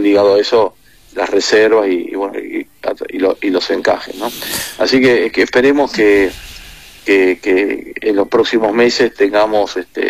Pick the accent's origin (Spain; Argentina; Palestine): Argentina